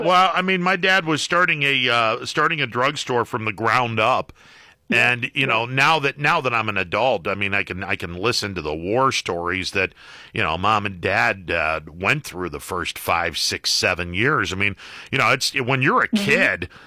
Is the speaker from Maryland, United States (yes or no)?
no; Ohio, United States; when I was growing up in Applewood Acres, which is behind 224